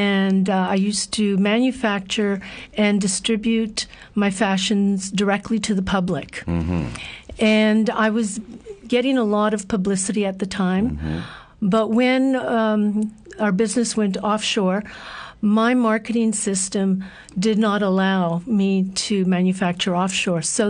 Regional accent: Vancouver, British Columbia, Canada; my experience growing up in Vancouver, seeing where it started and seeing where it's ended up, and noticing the difference.

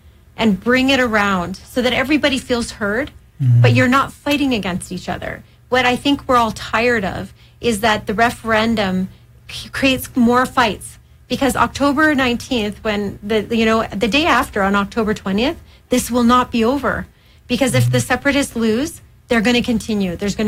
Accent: Edmonton, Alberta, Canada; born there; I'm like, well, I was born in Edmonton.

